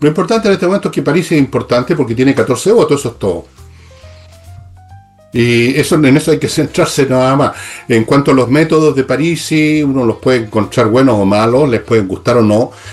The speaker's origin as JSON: {"language": "Spanish", "country": "Chile", "said": "Pero lo principal para mí, al menos, yo que también soy ciudadano chileno, es qué hacen las personas, no qué dicen. Porque en nuestro país además hay una distancia enorme entre esas dos cosas"}